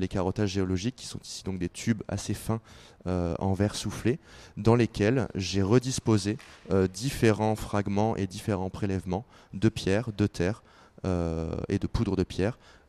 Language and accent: French; Nîmes, Occitanie, France; now in Toulon, France; je suis originaire de Nîmes, mais j'habite à Toulon. Ouais, voilà. J'habite à Toulon depuis 6 ans